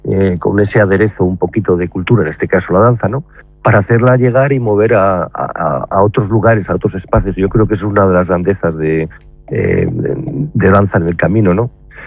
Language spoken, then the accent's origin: Spanish; Burgos, Castile and León, Spain; todos tenemos que sentirnos muy orgullosos como castellanos y también como principalmente los burgaleses